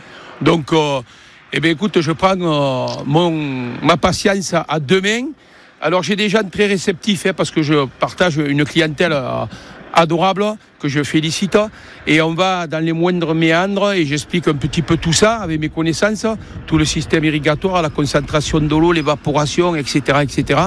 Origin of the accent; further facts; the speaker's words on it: Aigues-Mortes, Occitanie, France; Eh couillon, et oui, je suis d'Aigues-Mortes, moi. Je suis issu d'une vieille famille aigues-mortaise.